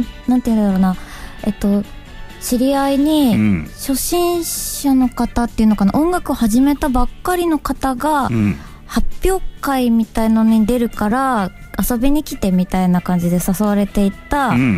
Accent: Hokuriku, Japan; ただその多分私たち生まれ育った町が一緒なんですけど、

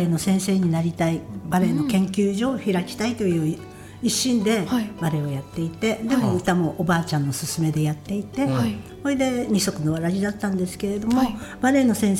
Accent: Sapporo, Hokkaido, Japan; moved away as an adult; うちのおばあちゃんね青森県出身なのね、うん、でお母ちゃんと私が札幌で生まれ育ったんですけれども

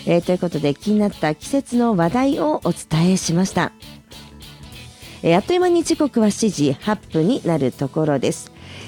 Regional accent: Hokkaido, Japan; 私の実家のある北海道の庭では芍薬、先日咲きましたけれども

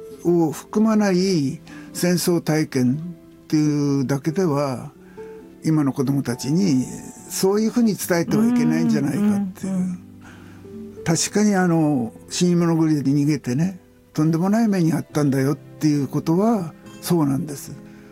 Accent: Yamagata, Japan; 僕は小さい時に山形県で育ったんですが、シベリアからね僕の町に3人帰ってきたんですよね。

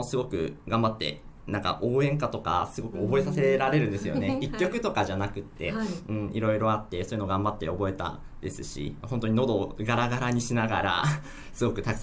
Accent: Sendai, Miyagi, Japan; born there; 私は仙台1校の出身です。

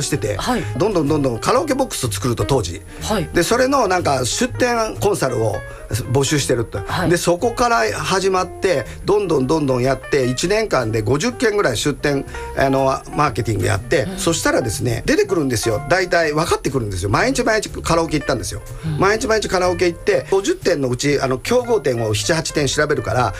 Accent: Osaka, Japan; 私は大阪で生まれ育って

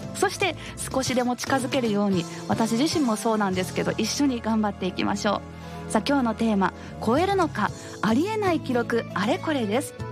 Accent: Mie, Japan; 私は三重県出身なんですが、伊勢路を走っている駅伝をよく見に行っておりました。

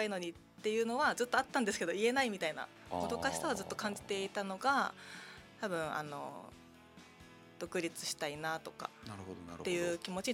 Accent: Okinawa, Japan; 生まれも育ちも。

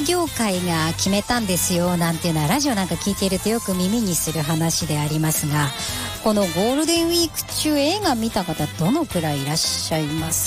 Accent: Kanto, Japan; born there; 関東から出て生活をしたことがありませんでしたので、

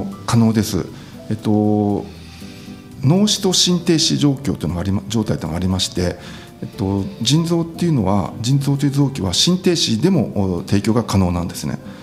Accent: Bunkyo, Tokyo, Japan; 出身地は東京で、まあ、文京区というところで、まあ、生まれ育ちました。まあ、文京区というのは後楽園があったり、まあ、東大があったりする場所なんですけども

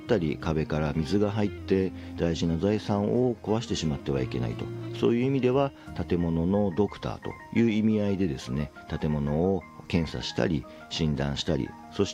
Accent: Sendai, Miyagi, Japan; born there; 私の生まれは仙台で、両親は秋田県大曲という花火が有名なところで育っておりました。

